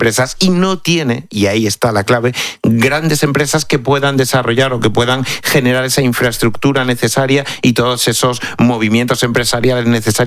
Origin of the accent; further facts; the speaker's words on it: Cáceres, Extremadura, Spain; Yo, por ejemplo, que soy de Cáceres, que soy de Extremadura, claro, pues evidentemente lo sé